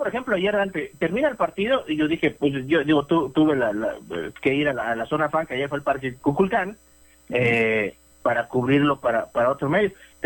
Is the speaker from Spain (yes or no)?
no; Mexico; somos los mexicanos